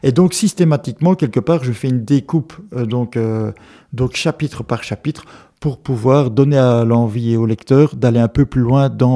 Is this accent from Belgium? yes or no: yes; Namur, Wallonia, Belgium; je suis natif de Namur, et donc à partir de ce moment-là, je voulais rendre hommage quelque part à ma ville natale, parce que je trouve que c'est une ville où on se sent très bien, même si j'habite à 20 km maintenant, j'y suis très souvent.